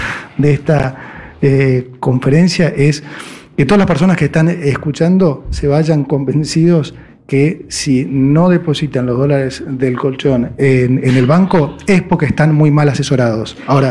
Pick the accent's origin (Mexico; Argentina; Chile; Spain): Argentina; Nosotros como argentinos